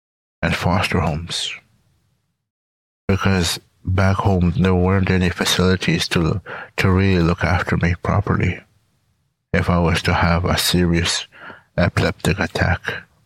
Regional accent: Garden Hill First Nation, Manitoba, Canada; I'm from Garden Hill First Nation in Manitoba. Garden Hill is approximately 600 kilometers north of Winnipeg. I grew up over there, and I moved around at times.

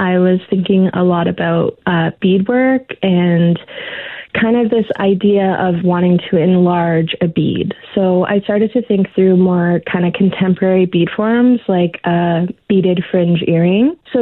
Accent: Big Stone Cree Nation, Alberta, Canada; I'm an artist from Big Stone Cree Nation.

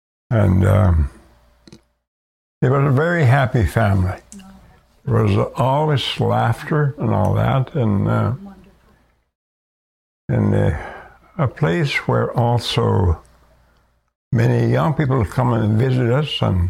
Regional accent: Goodfish Lake, Alberta, Canada; I'm from Goodfish Lake, Alberta. And this is where I was born and raised.

